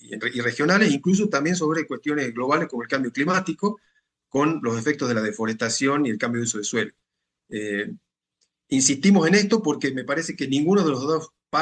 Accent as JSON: {"language": "Spanish", "country": "Argentina"}